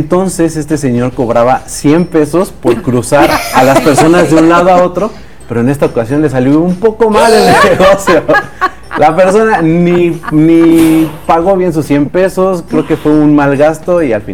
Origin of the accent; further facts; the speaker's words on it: Mexico; los mexicanos estamos siendo tendencia en todas las redes sociales.